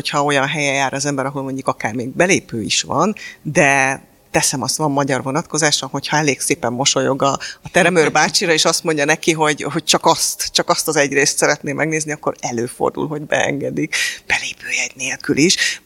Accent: Budapest, Hungary; budapestiként elég sokat jártam gyerekkorom a várban

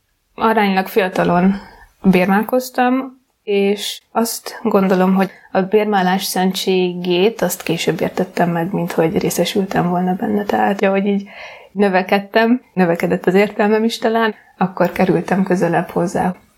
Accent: Baranya, Hungary; moved away as an adult; now in Budapest, Hungary; Egy baranyai kisvárosban nőttem fel, egy nagyon összetartó családban.

